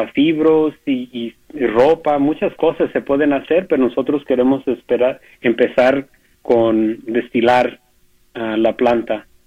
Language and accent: Spanish; Mexico; como yo, como mexicano, me da mucho orgullo